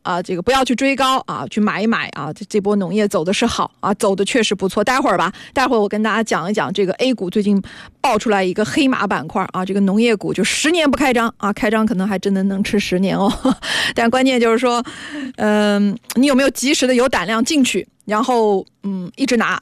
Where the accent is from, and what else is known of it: China